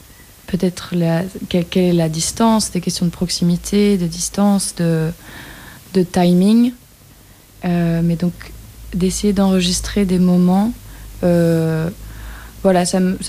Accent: Brussels, Brussels-Capital Region, Belgium; Je suis belge bruxelloise et on communique en anglais.

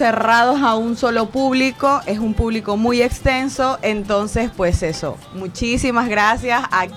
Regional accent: Ecuador; moved away; yo soy ecuatoriana de pura cepa

